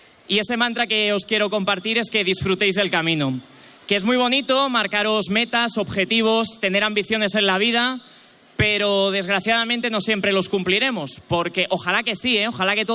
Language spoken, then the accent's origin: Catalan; Rubí, Catalonia, Spain